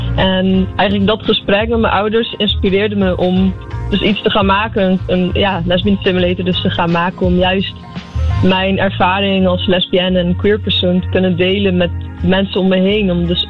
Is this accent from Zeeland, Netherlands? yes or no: yes; Zeeland, Netherlands; also born or lived in Breda